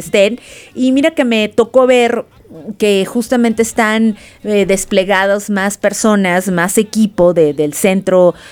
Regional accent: Mexico; somos los mexicanos

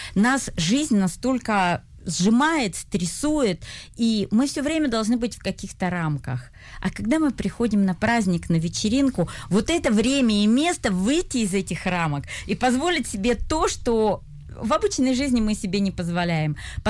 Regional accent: Southern Urals, Russia; moved away; я выросла на Южном Урале, и мой маленький городочек был окружен зонами

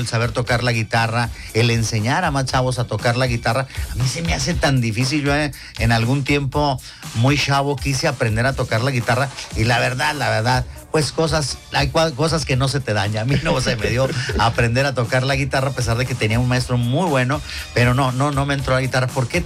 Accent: Mexico; sí es una obligación como mexicanos

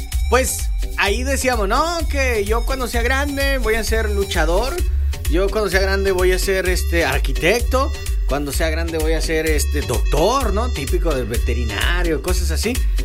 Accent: Mexico; yo crecí aquí en el Fobiste 2. Pero con el paso del tiempo fuimos cambiando de casa. Luego a la Buenos Aires.

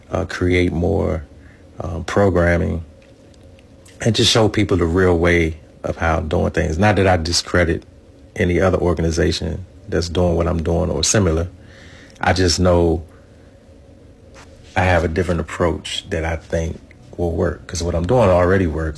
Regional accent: District of Columbia, United States; I would like it to leave an impact, especially where I'm from. And I know I said the DMV, but I was born and raised in Uptown Northwest

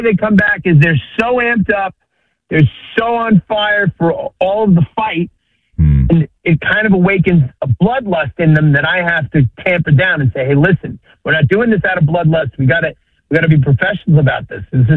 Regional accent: United States

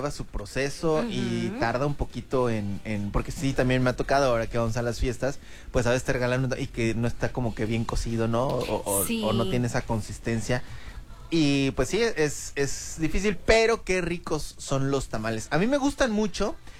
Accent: Mexico; Y, por supuesto, hay muchas cosas que nos identifican como mexicanos.

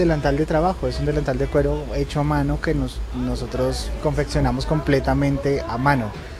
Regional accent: Arauca, Colombia; Yo soy de Arauca, nací y crecí en Arauca, y pues ahí empezó todo.

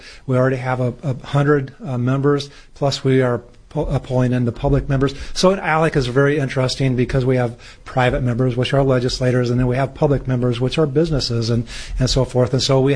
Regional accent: Iowa, United States; I grew up in Iowa, and so I stayed there a good portion about

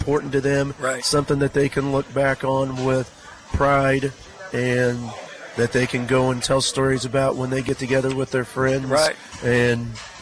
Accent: Indiana, United States; moved away; doing it kind of back in my hometown there.

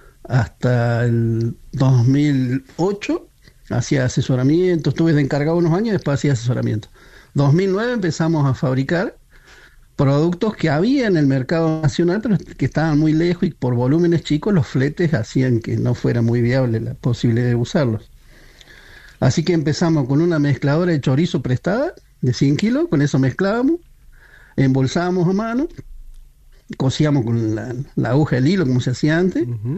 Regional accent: Alcira Gigena, Córdoba, Argentina; Roncedo. Sí, sí, ahí jugaba yo cuando era chico.

